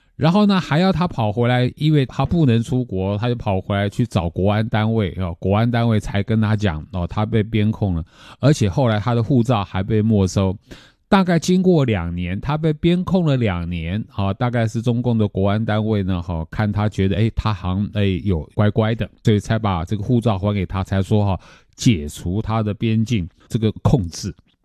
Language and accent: Chinese; Taiwan